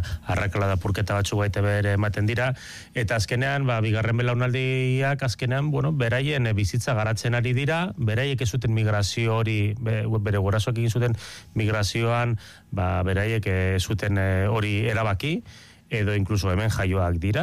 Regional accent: Basque Country, Spain; ni bakarrik euskaldun sentitzen naiz, baina nire euskal nortasuna ez da eskluientea beste nortasun batzuekin, ez?

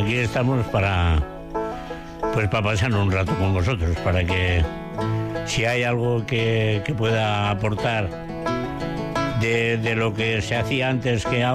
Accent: Amurrio, Basque Country, Spain; Yo nací en Amurrio, en un baserri

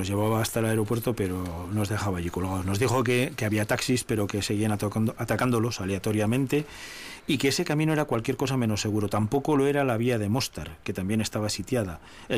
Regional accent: Navarre, Spain; Ojo, le dije, que somos navarros, ¿eh?

